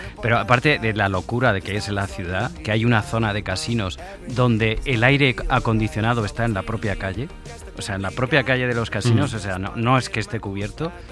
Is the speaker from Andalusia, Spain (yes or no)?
yes; Seville, Andalusia, Spain; Yo soy de Sevilla y en Sevilla... Ya el verano tela.